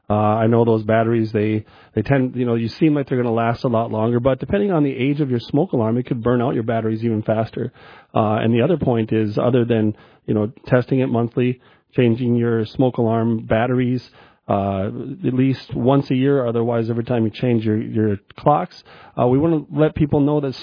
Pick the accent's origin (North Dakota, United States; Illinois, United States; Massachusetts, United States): North Dakota, United States; Arthur; I'm from Arthur.